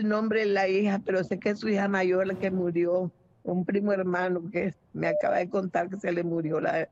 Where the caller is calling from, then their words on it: Masaya, Nicaragua; de Nicaragua, Masaya.